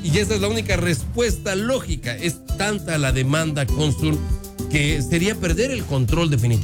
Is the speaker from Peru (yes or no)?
no; Mexico; nosotros como mexicanos, que somos muchos los que estamos acá